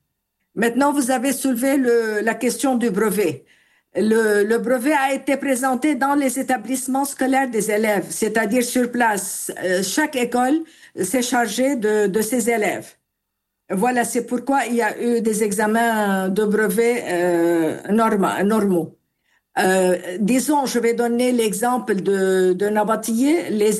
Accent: Lebanon; en tant que Libanais, vraiment très connus pour le niveau de notre niveau éducatif, pour nos diplômes

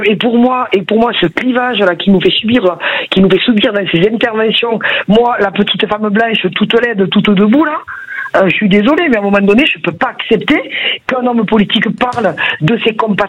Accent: France; suis fille d'immigrés et petite fille d'immigrés du côté de ma mère. Vous voyez ce que je veux dire ? Je suis une Française parce que par les papiers.

